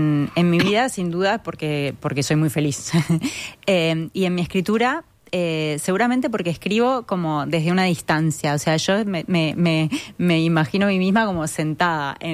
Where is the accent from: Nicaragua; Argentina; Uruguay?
Uruguay; moved away as an adult; also born or lived in Canada / Mexico; now in Catalonia, Spain; Me presentaría como una uruguaya emigrada hace media vida, que ya es medio catalana, medio uruguaya, que escribe, que es docente, y que está feliz de estar de vuelta, de visita, en su país de origen.